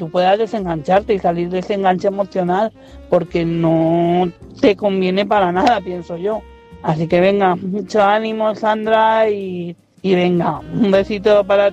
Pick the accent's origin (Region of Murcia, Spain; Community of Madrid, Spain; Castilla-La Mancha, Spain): Community of Madrid, Spain; Madrid